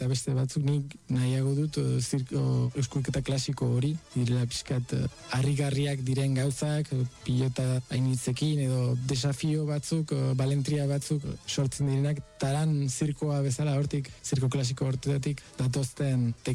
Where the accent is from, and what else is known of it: Vitoria-Gasteiz, Basque Country, Spain; born or raised there